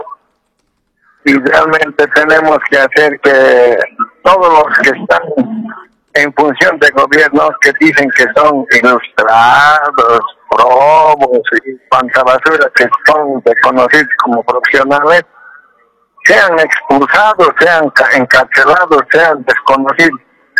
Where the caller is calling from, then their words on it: Cochabamba, Bolivia; Sí, aquí hablando de Cochabamba.